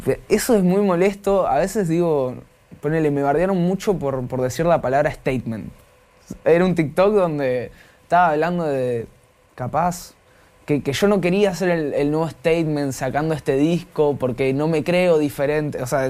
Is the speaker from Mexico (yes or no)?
no; General Rodríguez, Buenos Aires Province, Argentina; now in Pilar, Argentina; Yo soy de General Rodríguez, de allá, zona oeste. Viví mucho tiempo ahí, fui a la escuela allá. Y después me mudé para Pilar, pero bueno, estamos ahí cerca.